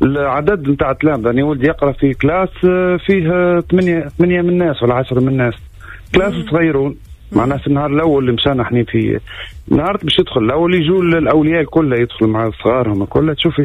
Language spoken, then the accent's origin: Arabic; Tunisia; now in Switzerland; أما الأصل من تونس معنا مش مولود في سويسرا.